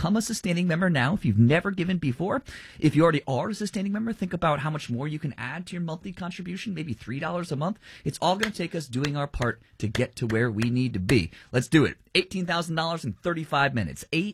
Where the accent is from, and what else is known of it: Montville, New Jersey, United States